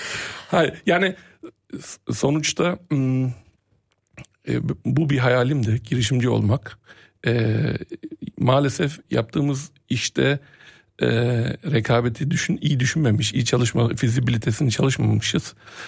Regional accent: Nuremberg, Bavaria, Germany; moved away as an adult; also born or lived in Munich / Düsseldorf / Berlin; now in Cologne, Germany; Benim büyük bir abim var, 76'da o doğmuş, 78'de de ben doğdum. Klasik bir işçi ailesinin oğlu olarak dünyaya geldim ve büyüdüm Nürnberg'de.

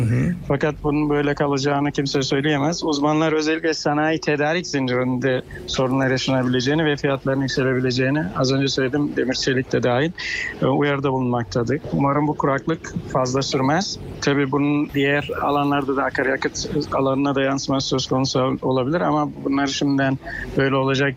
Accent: Tarsus, Mersin, Turkey; now in Germany; Yani ben Tarsus doğumluyum. Çukurova'da büyüdüm.

